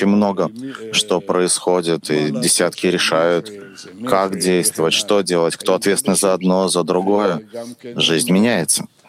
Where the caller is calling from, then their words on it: Petah Tikva, Central District, Israel; Мы 17-я десятка из Петахтыка.